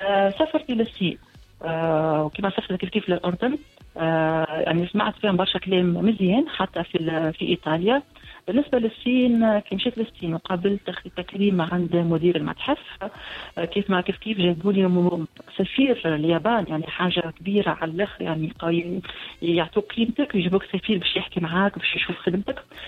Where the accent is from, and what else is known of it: Tunisia